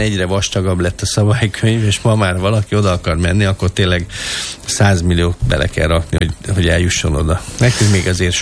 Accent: Dunaújváros, Fejér, Hungary; gyerekkoromban Dunaújvárosban nőttem fel

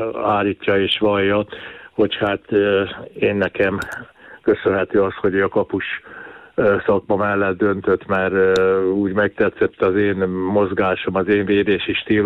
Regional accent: Kaposvár, Somogy, Hungary; én kaposvári vagyok, én ott születtem, és most is ott vannak nagyon sok rettentő barátom, ismerősöm. Én ott ismerkedtem meg a labdarúgással, már nagyon gyerekkoromban

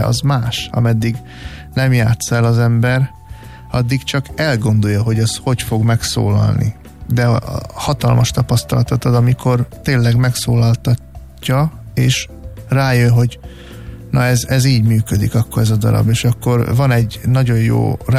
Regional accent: Brussels, Brussels-Capital Region, Belgium; also born or lived in Hungary; azért is élek ott. Meg hát ott is nőttem fel

